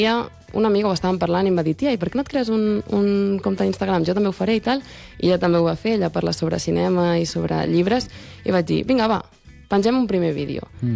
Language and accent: Catalan; Catalonia, Spain; accent: Central Catalan; jo en el meu cas parlaré del meu dialecte, que és el català central.